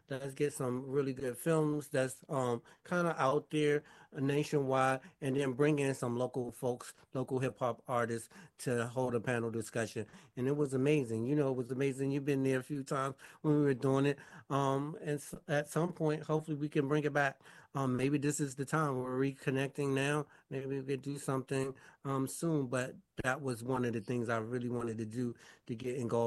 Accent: Maryland, United States; also born or lived in Ethiopia; I was born here in Ethiopia, but raised here in Maryland.

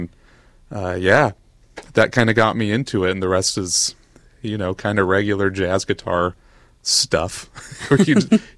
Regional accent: Phoenix, Arizona, United States; moved away; also born or lived in Utah; I'm actually from the Phoenix area.

